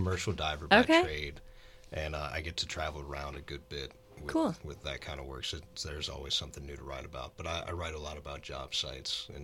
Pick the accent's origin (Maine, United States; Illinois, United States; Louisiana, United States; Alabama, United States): Louisiana, United States; I'm from the West Bank.